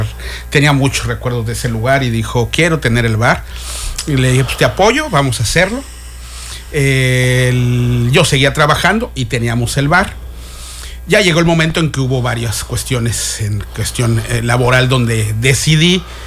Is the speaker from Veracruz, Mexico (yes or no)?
no; Mexico City, Mexico; born there; moved away as an adult; now in Cancún, Mexico; Yo nací en la Ciudad de México.